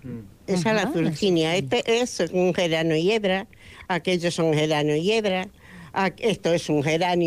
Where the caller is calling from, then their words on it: Extremadura, Spain; soy extremeña.